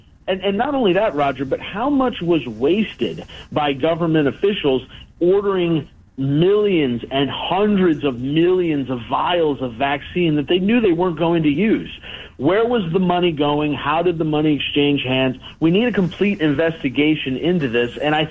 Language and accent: English; Maryland, United States; My home state of Maryland